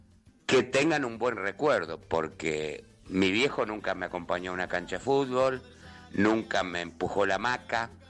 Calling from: Zárate, Buenos Aires Province, Argentina; de Zárate

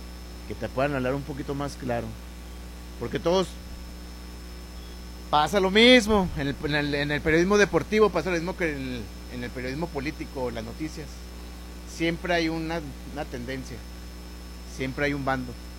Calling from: Mexico; uno no deja de ser este mexicano

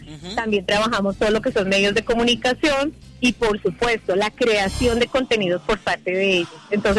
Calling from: Bogotá, Bogotá Capital District, Colombia

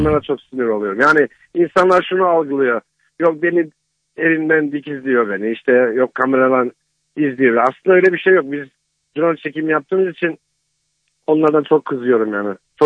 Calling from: Istanbul, Turkey; Ben İstanbul'dan. İstanbul Üsküdar'dan arıyorum.

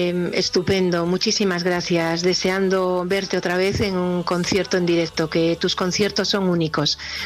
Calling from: Vigo, Galicia, Spain

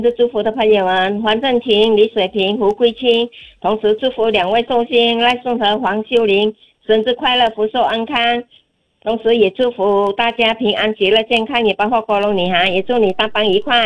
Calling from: Singapore; 我是来自新加坡

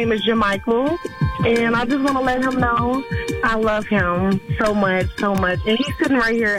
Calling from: Chicago, Illinois, United States; I'm from Chicago.

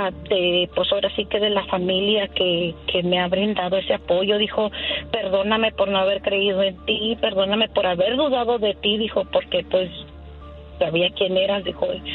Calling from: Oklahoma, United States; Desde Oklahoma.

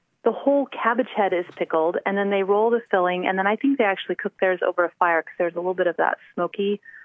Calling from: Idaho, United States

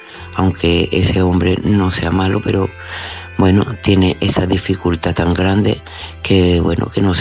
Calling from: Seville, Andalusia, Spain; de Sevilla.

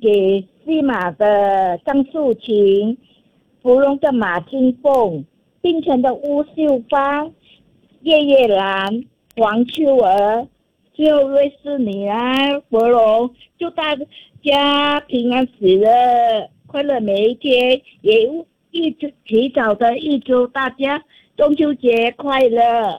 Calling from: Singapore

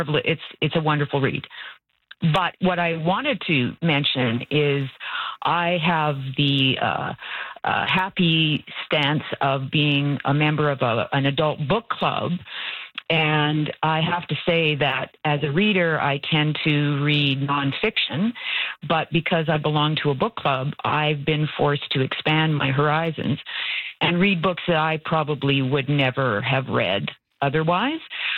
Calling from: Swift Current, Saskatchewan, Canada

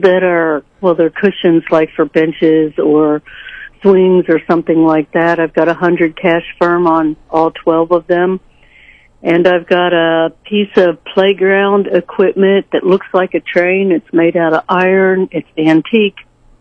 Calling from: Sedalia, Missouri, United States

